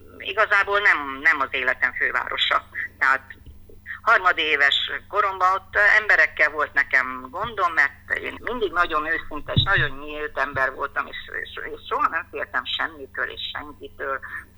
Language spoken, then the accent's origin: Hungarian; Hoghiz, Brașov County, Romania; Én meg ott születtem Old Hévízen.